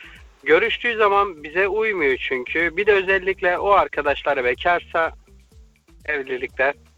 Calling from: Offenbach am Main, Hesse, Germany; Ben Offenbach'tan arıyorum.

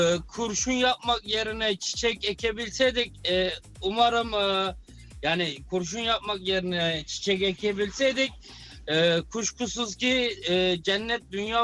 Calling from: Berlin, Germany; ben Berlin'den.

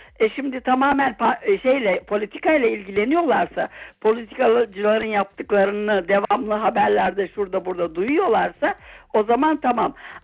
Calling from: Bremen, Germany; Bremen'den arıyorum sizi.

